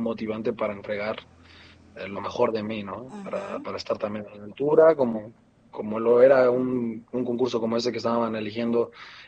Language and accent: Spanish; State of Mexico, Mexico; also born or lived in Torreón; que yo creo que fue cuando llegué aquí a mi ciudad de Torreón. Soy nacido aquí, pero me crié en el Estado de México por 15 años.